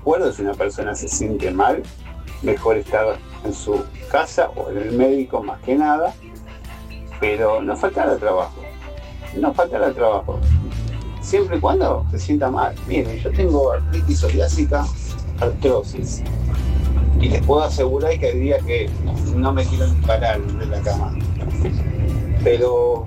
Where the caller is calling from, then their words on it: Argentina; de Cerceña